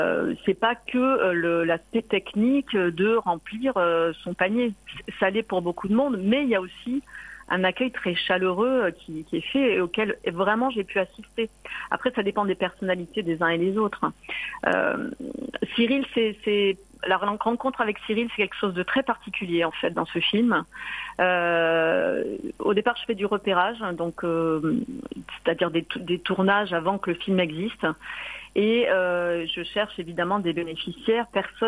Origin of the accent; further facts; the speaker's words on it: Marseille, Provence-Alpes-Côte d'Azur, France; parce que moi je viens de Marseille et donc on vient sur des très courtes périodes